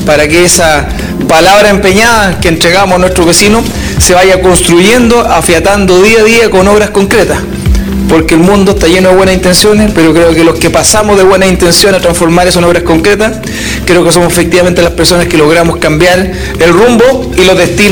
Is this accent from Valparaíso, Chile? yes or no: no; Machalí, O'Higgins, Chile; yo soy de Machalí, del otro lado de la región